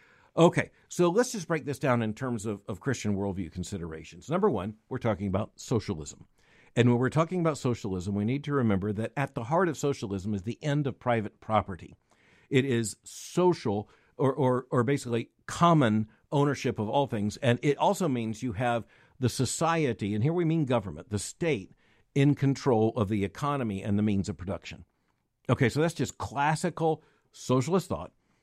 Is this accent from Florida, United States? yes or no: yes; Florida, United States; And I can just tell you, growing up in Florida, it was really, really clear what the alternatives were.